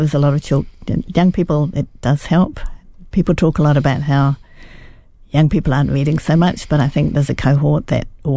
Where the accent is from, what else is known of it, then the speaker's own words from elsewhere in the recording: Wellington, New Zealand; born there; when I was growing up in Wellington